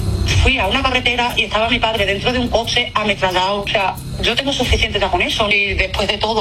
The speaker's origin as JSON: {"language": "Spanish", "region": "Extremadura", "country": "Spain", "said": "nosotros no somos colombianos, somos extremeños. Somos de Extremadura, ¿no? Ninguno somos de Colombia hasta el día de hoy."}